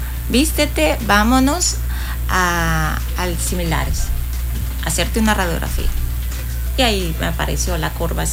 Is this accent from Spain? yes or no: no; Honduras; moved away as an adult; now in Cancún, Mexico; Cuando yo estaba en Honduras con un grupo de amigas